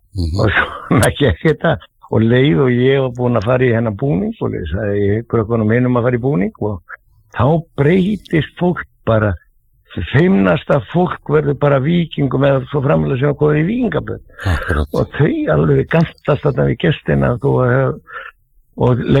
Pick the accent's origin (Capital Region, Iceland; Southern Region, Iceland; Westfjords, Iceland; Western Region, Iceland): Capital Region, Iceland; Reykjavík; Já, ég fættur á uppalinn í Klefsóttinu